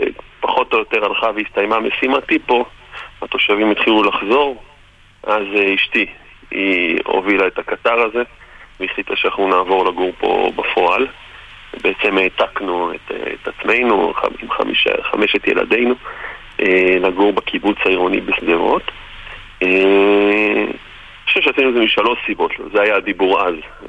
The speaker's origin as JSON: {"language": "Hebrew", "town": "Tekoa", "region": "West Bank", "country": "Palestine", "tie": "born or raised there", "lives_now": "Sderot, Israel", "said": "בעצם אני כמעט נולדתי בתקוע וכל החיים שלנו שם בדיוק סיימנו לבנות בית בתקוע."}